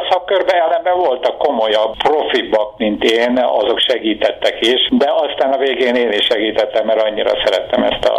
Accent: Békéscsaba, Békés, Hungary; moved away as an adult; now in Szentendre, Hungary; 1939-ben, március 4-én születtem Békés Csabán.

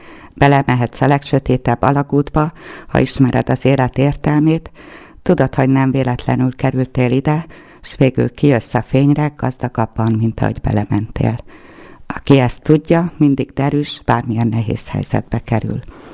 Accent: Csongrád-Csanád, Hungary; Szülőföldem Szeged környéke visszahúz, de a Bükk csodálatos tájét sem hagynám el soha.

